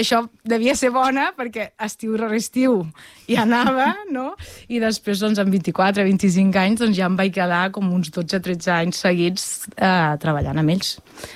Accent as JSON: {"language": "Catalan", "town": "La Selva del Camp", "region": "Catalonia", "country": "Spain", "tie": "born or raised there", "also_born_or_lived": "Reus"}